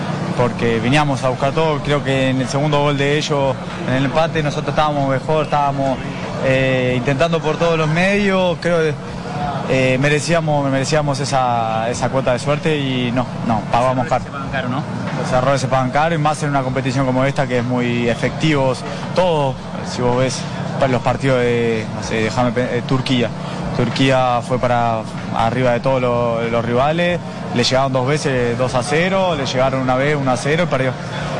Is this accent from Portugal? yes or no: no; Uruguay